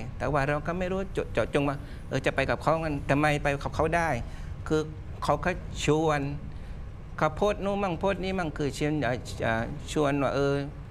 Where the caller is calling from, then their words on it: Hat Yai, Songkhla, Thailand; เราเป็นคนใต้คนหาดใหญ่